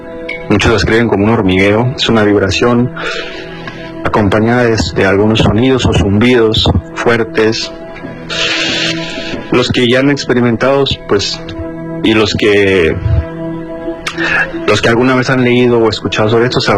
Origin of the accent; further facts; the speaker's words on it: Monterrey, Nuevo León, Mexico; a mi ciudad de origen, de Monterrey